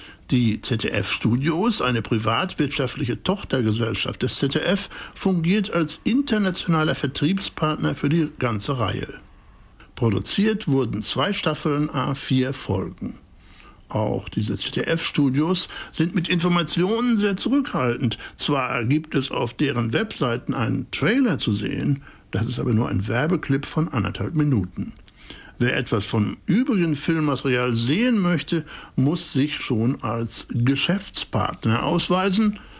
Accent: Germany; Da fühle ich mich als Deutscher schon etwas merkwürdig behandelt

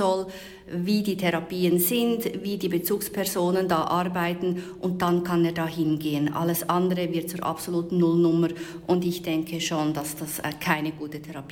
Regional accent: Switzerland; ich komme natürlich aus der Schweiz.

